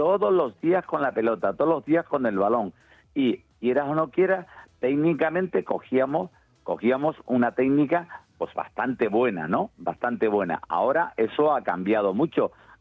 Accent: Icod de los Vinos, Canary Islands, Spain; now in San Sebastián, Spain; Yo venía de San Sebastián y venía de vacaciones a Tenerife, a mi pueblo, a Icó de los Vinos

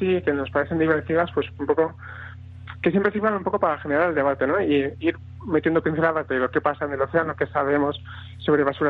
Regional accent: Catalonia, Spain; Yo, por ejemplo, soy del Delta del Ebro, de Tarragona, es una zona preciosa

